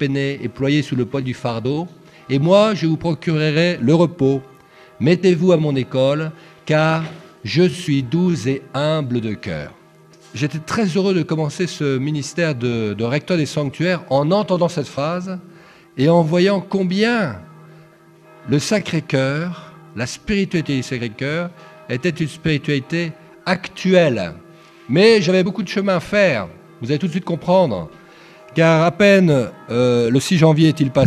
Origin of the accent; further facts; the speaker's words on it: France; je suis, comme la plupart d'entre vous, je suis français pour la plupart, pas tous.